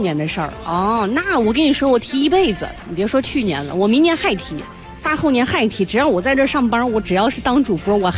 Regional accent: Xinjiang, China; 我老家新疆的水就不是很好。

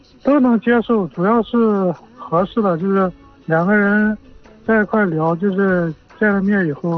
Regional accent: Linyi, China; now in Yanhu District, Yuncheng, China; 老家是临沂的。

